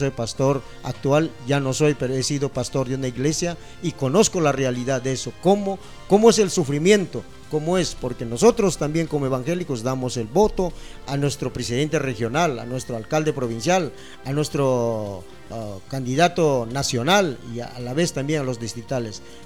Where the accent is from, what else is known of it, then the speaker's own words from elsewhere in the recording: Mazamari, Junín, Peru; also born or lived in Huancamachay, Pampa Hermosa; De Huancamachay, que pertenece a la zona de Pampa Hermosa. Vine de allá, edad de 3 años, aquí a Mazamari, y aquí en Mazamari he crecido, he pasado mis estudios primarios